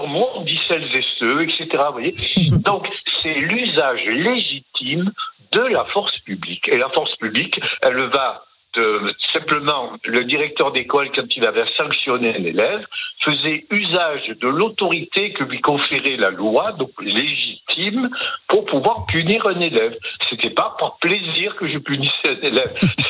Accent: Algeria; born there; je suis né en Algérie parce que mon père fuit en Algérie.

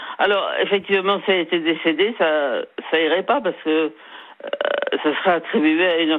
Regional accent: Bordeaux, Nouvelle-Aquitaine, France; born there; accent: southwestern; moved away as an adult; also born or lived in Paris / Angoulême; je suis née à Bordeaux, oui.

